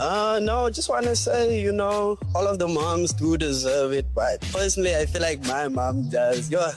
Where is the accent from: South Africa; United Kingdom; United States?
South Africa; Kimberley, Northern Cape; moved away; I'm originally from Kimberley, but we moved to Valcombe not so long ago, but because of work, had to come back.